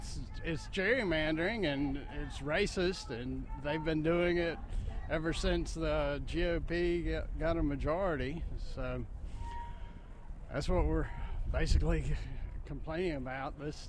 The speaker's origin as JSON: {"language": "English", "town": "Raleigh", "region": "North Carolina", "country": "United States"}